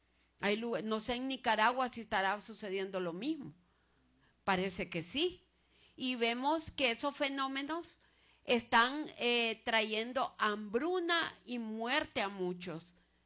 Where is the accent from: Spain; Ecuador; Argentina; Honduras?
Honduras; en mi país, Honduras